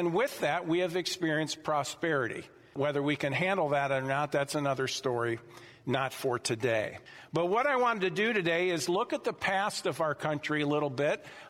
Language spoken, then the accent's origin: English; United States; I am an American, and I have been blessed to live in this country my entire life.